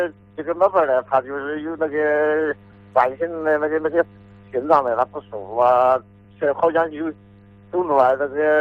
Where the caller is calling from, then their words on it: Zhongxiang, Hubei, China; 我是那个中乡是丰乐镇中村的。